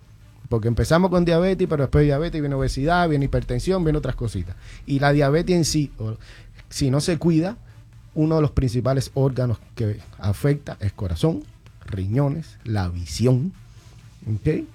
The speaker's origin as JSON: {"language": "Spanish", "country": "Cuba", "moved": "yes", "said": "Yo soy cubano, nosotros los cubanos adictos al pan. Es, viene así en nuestra idiosincrasia."}